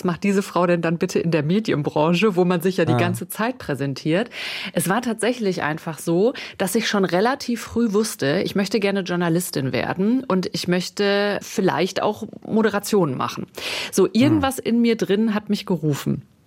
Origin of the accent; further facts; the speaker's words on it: North Rhine-Westphalia, Germany; moved away; ich komme ursprünglich aus dem Sauerland. Und im Sauerland ist das nicht so wie in den Großstädten.